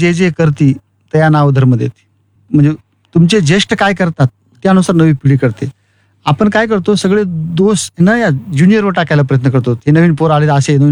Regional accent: Shendra, Maharashtra, India; मी मूळचा शेंद्रा, जिल्हा परभणी, तालुका परभणी. 1969 आमची सगळी शेती, आमचं गाव, म्हणजे माझ्या आमच्या गावासोबत दुसरे 2 गावं, आमचं गाव शेती सगळी आम्ही कृषी विद्यापीठाला दिलेली आहे

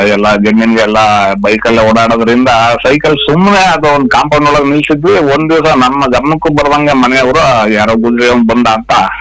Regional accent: Dummenahalli, Karnataka, India; ನಮ್ಮ ಊರಿಂದ ದುಮ್ಮೇನಹಳ್ಳಿಯಿಂದ

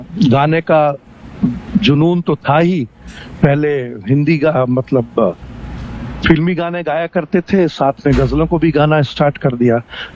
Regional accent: Jabalpur, Madhya Pradesh, India; मैं जबलपुर का रहने वाला हूँ, जबलपुर मध्य प्रदेश में आता है

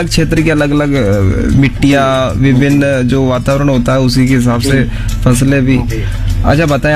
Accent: Sawai Madhopur district, Rajasthan, India; मैं माधोपुर जिले से हूँ

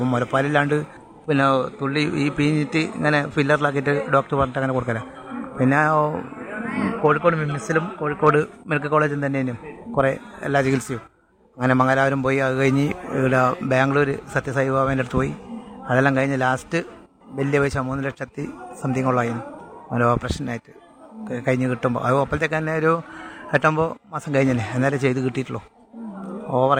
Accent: Kerala, India; താഴെപ്പഴച്ചി.

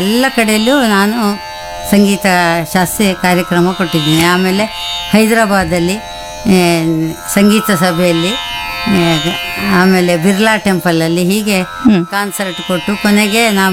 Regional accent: Konanduru, Karnataka, India; also born or lived in Thirthahalli; ನಮ್ಮ ಬಾಲ್ಯ ಎಲ್ಲ ತೀರ್ಥಹಳ್ಳಿ ಹತ್ರ ಕೋಣಂದೂರು ಅಂತ, ಅಲ್ಲಿ 3ನೇ ಕ್ಲಾಸ್ವರೆಗೆ ಕಲಿತು. ನಂತರ ನಾನು ತೀರ್ಥಹಳ್ಳಿಯಲ್ಲಿ ನನ್ನ ವಿದ್ಯಾಭ್ಯಾಸ ಕಂಟಿನ್ಯೂ ಮಾಡಿ

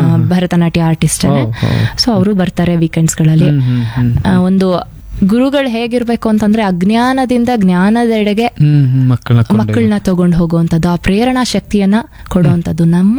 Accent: Kollegal, Karnataka, India; moved away as an adult; also born or lived in Mysore; ನಾನು ಕೊಳ್ಳೇಗಾಲದಲ್ಲೇ ಹುಟ್ಟಿದ್ದು ಮೈಸೂರು, ಬೆಳೆದಿದ್ದೆಲ್ಲ ಕೊಳ್ಳೇಗಾಲ.

